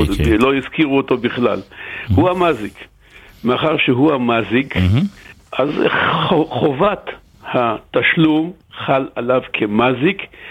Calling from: Haifa, Haifa District, Israel

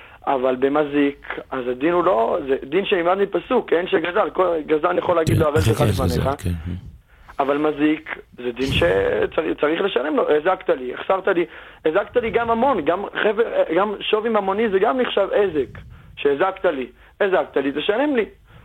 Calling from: Jerusalem, Jerusalem District, Israel; אני מירושלים.

